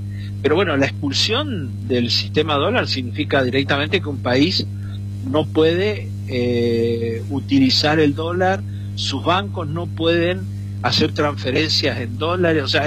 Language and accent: Spanish; Argentina